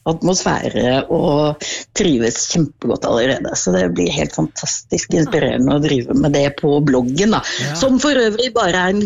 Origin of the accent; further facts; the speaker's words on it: Oslo, Norway; moved away as an adult; also born or lived in Hallingdal; now in Sandefjord, Norway; vi er fra Oslo